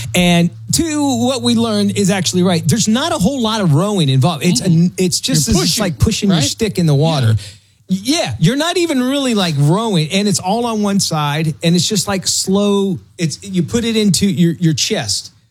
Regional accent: England, United Kingdom; And I go, "No, I'm English."

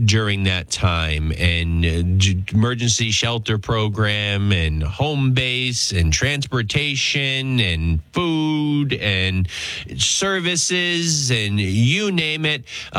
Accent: Massachusetts, United States; I have consistently referred to my home state of Massachusetts as a border state

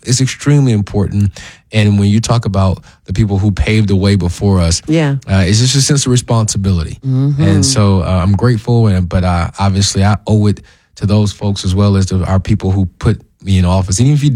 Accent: Memphis, Tennessee, United States; born there; Look, I was born in Memphis.

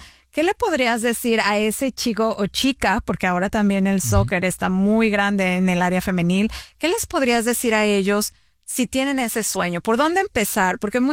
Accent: Mexico; Yo como mexicana tengo que hablar de la América, de las Chivas, de los Pumas.

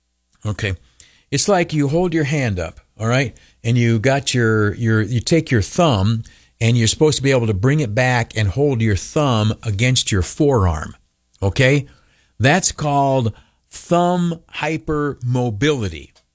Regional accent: Canisteo, New York, United States; I grew up in Canastillo

